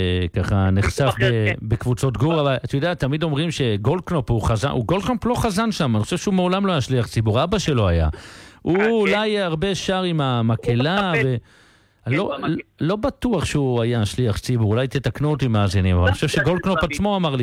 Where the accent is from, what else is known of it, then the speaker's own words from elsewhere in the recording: Jerusalem, Jerusalem District, Israel; אני הרי גדלתי בקריאת בלז